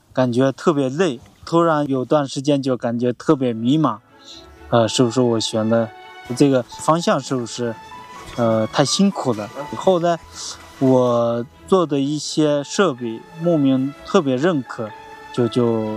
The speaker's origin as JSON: {"language": "Chinese", "region": "Inner Mongolia", "country": "China", "tie": "born or raised there", "said": "我就是在牧区长大"}